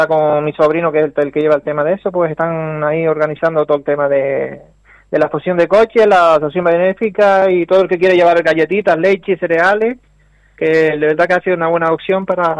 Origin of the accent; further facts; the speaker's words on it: Ayacata, Canary Islands, Spain; Sí, yo soy nacido y criado en Ayacata.